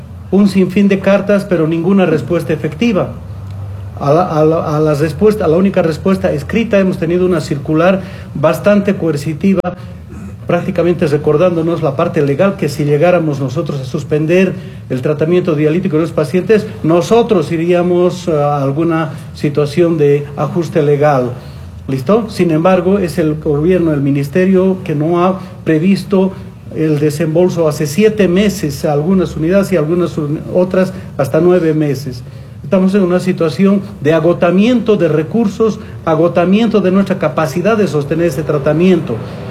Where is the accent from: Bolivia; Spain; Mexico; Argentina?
Bolivia; Nosotros no somos extranjeros, somos bolivianos